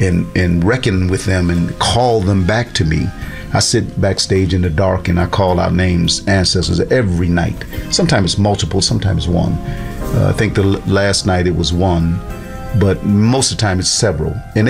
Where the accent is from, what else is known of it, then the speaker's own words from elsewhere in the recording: Lackawanna, New York, United States; my uncles and people that lived in the rooming house I grew up with in Lackawanna.